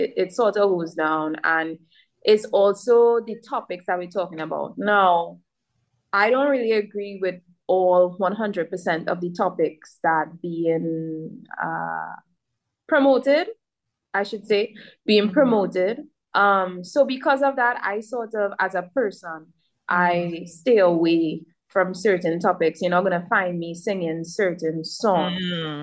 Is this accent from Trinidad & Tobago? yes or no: yes; Trinidad & Tobago; I think growing up in the Caribbean and growing up in Trinidad and Tobago, I will always know what is soca and what is not soca.